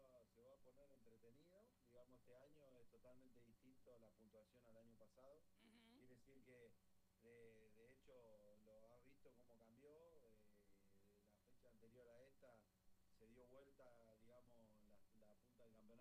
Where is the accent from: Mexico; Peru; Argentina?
Argentina; Buenos Aires; moved away; yo soy de Buenos Aires